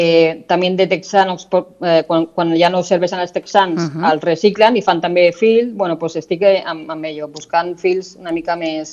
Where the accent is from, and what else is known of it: Murcia, Region of Murcia, Spain; born there; moved away as an adult